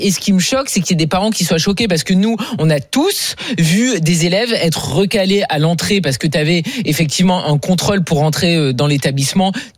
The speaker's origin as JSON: {"language": "French", "region": "Southeast", "country": "France", "said": "Non, mais moi, alors, je suis l'exemple parfait parce que je viens du Sud, donc dans le Sud-Est, il fait très vite très chaud"}